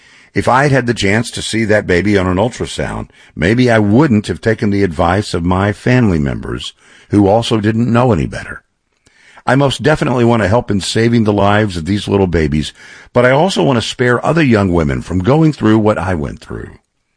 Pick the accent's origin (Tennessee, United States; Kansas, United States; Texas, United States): Texas, United States; It's not true in my home state of Texas.